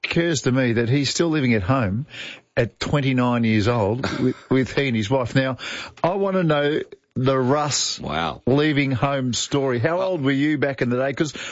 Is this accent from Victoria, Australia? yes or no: yes; Shepparton, Victoria, Australia; born there; moved away; So I was born in Shepparton.